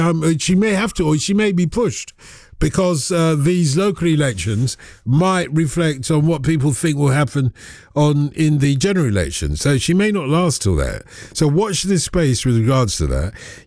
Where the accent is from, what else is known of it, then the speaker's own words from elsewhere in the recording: Lagos, Nigeria; from Lagos.